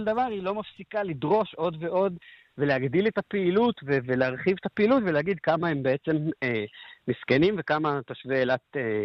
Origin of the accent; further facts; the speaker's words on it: Eilat, Southern District, Israel; אני בתור אילתי